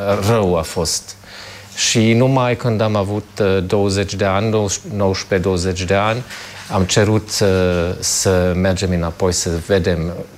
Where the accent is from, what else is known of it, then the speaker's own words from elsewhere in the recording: Paris, Île-de-France, France; Romanian is a second language; also born or lived in Germany / Netherlands; M-am născut în Germania, dar după primele ani în Germania și în Olanda n-am mutat în sudul Franței. Și după sudul Franței, la 10 ani, cred, am mutat la Paris, până la bacalaureat. Am stat în Franța.